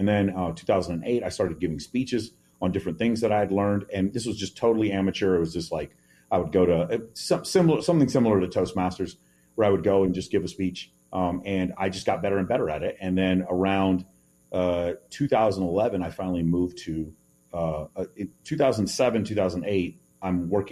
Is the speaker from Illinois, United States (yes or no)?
no; Dallas, Texas, United States; I'm from East Dallas. East Dallas is a very multicultural, it's mostly Hispanic part of town.